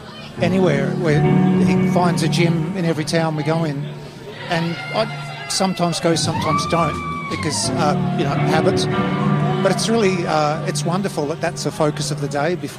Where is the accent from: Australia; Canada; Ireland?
Australia; Taradale, Victoria; Taradale, my hometown